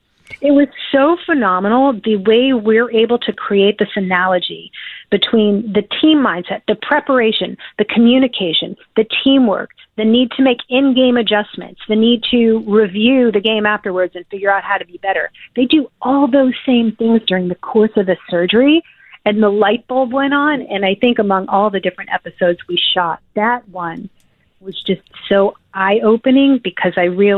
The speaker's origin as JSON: {"language": "English", "region": "New Jersey", "country": "United States", "tie": "born or raised there", "said": "Like, I grew up in New Jersey, and we were just all about, like, you know, disco and hip hop."}